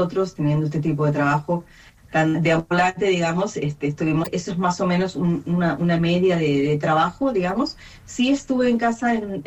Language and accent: Spanish; Patagonia, Argentina; moved away; Y lo digo, soy de Patagonia, Argentina.